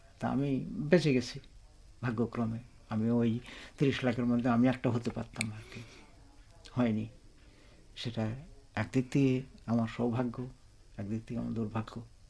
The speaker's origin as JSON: {"language": "Bangla", "region": "Khulna Division", "country": "Bangladesh", "tie": "born or raised there"}